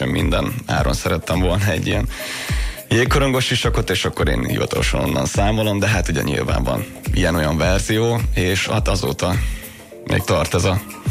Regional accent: Dunaújváros, Fejér, Hungary; Dunajavárosban rengeteget, az utánpótlás éveimet is számolva.

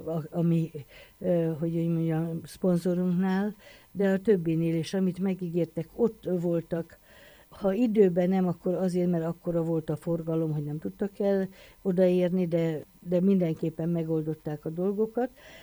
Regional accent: Hungary; magyarok vagyunk

